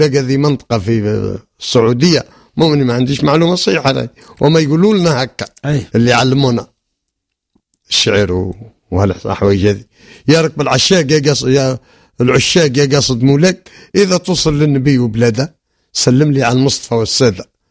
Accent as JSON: {"language": "Arabic", "town": "Sfax", "region": "Sfax Governorate", "country": "Tunisia"}